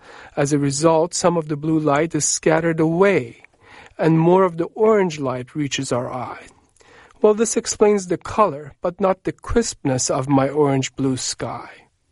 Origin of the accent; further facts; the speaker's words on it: Iran; also born or lived in Boston; now in Houston, United States; I grew up in Iran, closer to the equator